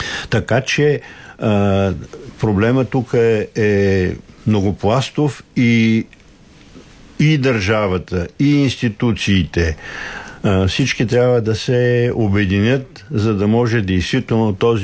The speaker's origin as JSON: {"language": "Bulgarian", "town": "Plovdiv", "region": "Plovdiv Province", "country": "Bulgaria", "said": "Аз съм от Пловдив, пътувах си редовно всяка седмица."}